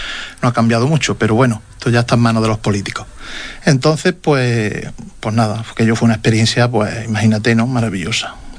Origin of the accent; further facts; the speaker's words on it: Spain